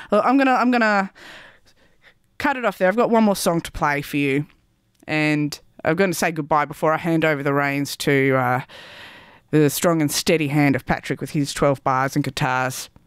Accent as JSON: {"language": "English", "town": "Melbourne", "region": "Victoria", "country": "Australia", "said": "You know, I'm from Melbourne, and you want to talk about a multicultural place? Melbourne is it."}